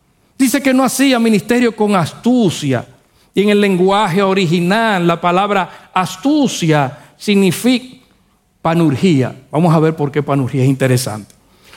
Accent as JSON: {"language": "Spanish", "country": "Dominican Republic", "said": "Somos dominicanos."}